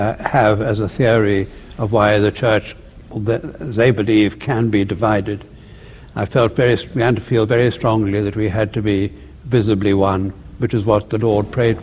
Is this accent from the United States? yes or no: no; South Africa; born there; moved away; I was born in South Africa, remember?